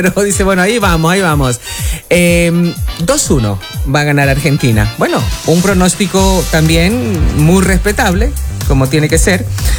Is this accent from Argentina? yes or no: no; Ecuador; now in Spain; Soy ecuatoriano, pero también me siento español, Cecilia.